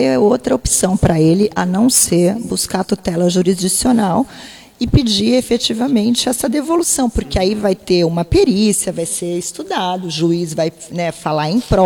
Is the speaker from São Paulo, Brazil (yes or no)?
yes; Santos, São Paulo, Brazil; born there; now in Cabo Frio, Brazil; Nasci em Santos.